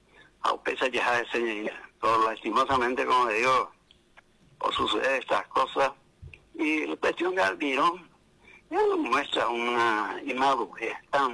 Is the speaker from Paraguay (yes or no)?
yes; Paraguay; born there; así como nací en el Paraguay, también he hecho ya de mi parte, por mi país, por mi querido Paraguay